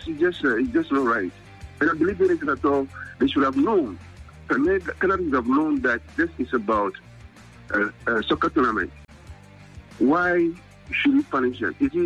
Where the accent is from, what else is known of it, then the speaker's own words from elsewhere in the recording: Ghana; Ghana, we are fully independent from England.